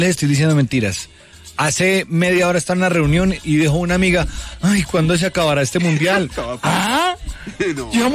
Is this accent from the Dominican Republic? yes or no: no; Colombia; me siento muy colombiano.